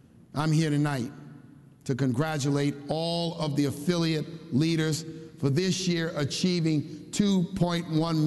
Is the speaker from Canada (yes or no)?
no; United States; I was born in a segregated hospital, and I grew up as a boy in a segregated city, one that was more than 40% black